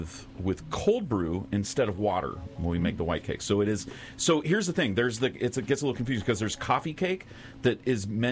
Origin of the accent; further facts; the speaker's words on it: Oakland, California, United States; I was a season ticket holder for over a decade. I'm from Oakland.